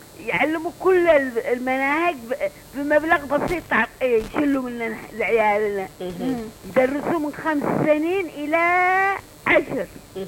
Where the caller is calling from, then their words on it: Aden, Yemen; هنا عندنا في المنصورة